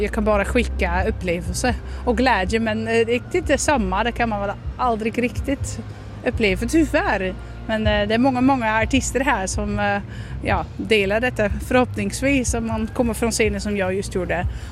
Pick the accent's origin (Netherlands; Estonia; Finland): Netherlands; Swedish is a second language; now in Sweden; jag är också från Nederländerna.